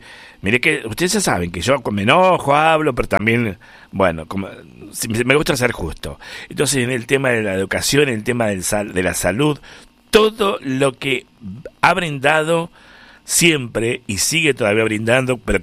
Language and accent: Spanish; Argentina; porque soy argentino